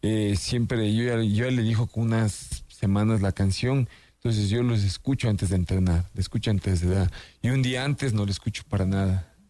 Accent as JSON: {"language": "Spanish", "region": "Sierra", "country": "Ecuador", "said": "soy ecuatoriano"}